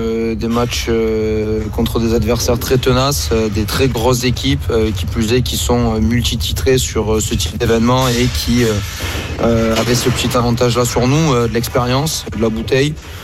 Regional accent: Marseille, Provence-Alpes-Côte d'Azur, France; nous sommes originaires de Marseille

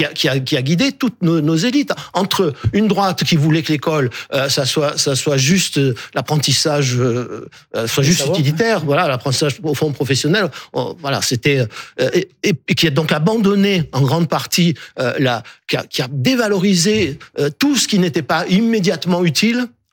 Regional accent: Arles, Provence-Alpes-Côte d'Azur, France; une ville comme la mienne, qui est une ville de 50 000 habitants, parce que je suis né à Arles et j'y ai passé mon enfance

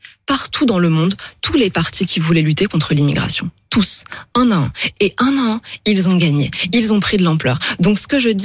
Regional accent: Île-de-France, France; lorsque j'ai grandi en Seine-Saint-Denis et que j'étais dans une école juive

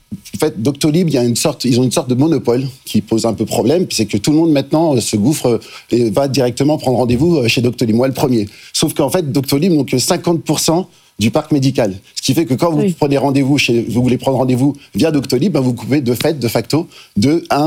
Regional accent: Lyon, Auvergne-Rhône-Alpes, France

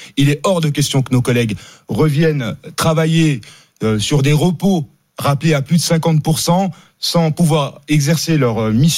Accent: Paris, Île-de-France, France; Alors, moi, je suis parisien.

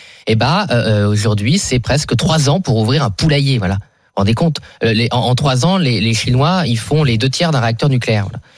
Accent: Boulogne-sur-Mer, Hauts-de-France, France; born there; Moi, je suis né à Boulogne-sur-Mer, qui était le premier port de pêche français.

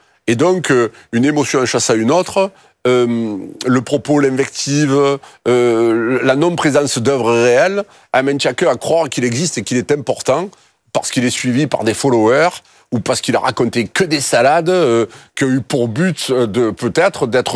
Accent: Marseille, Provence-Alpes-Côte d'Azur, France

